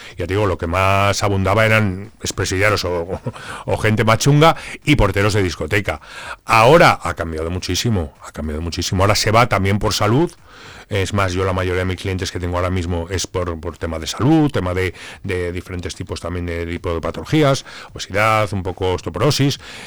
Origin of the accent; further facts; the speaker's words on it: Zamora, Castile and León, Spain; yo soy de Zamora.